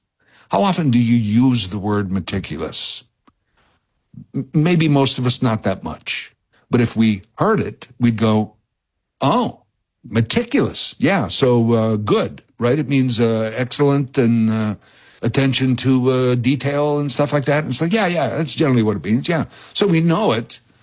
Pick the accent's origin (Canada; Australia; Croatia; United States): Canada; I mean, it's just it's a great part of being a Canadian is having two seasons, hockey season and the off season.